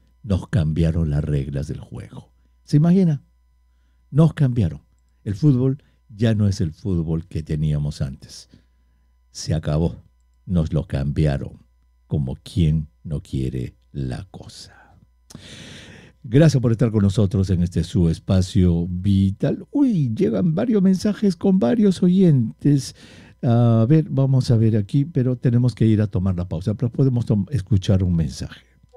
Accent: Peru; now in United States

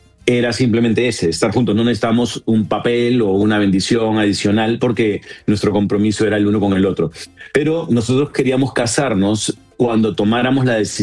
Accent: Peru; soy el único peruano

